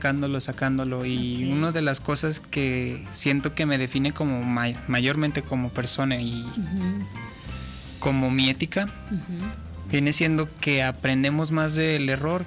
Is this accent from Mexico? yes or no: yes; Zacatecas, Mexico; Yo soy de Zacatecas.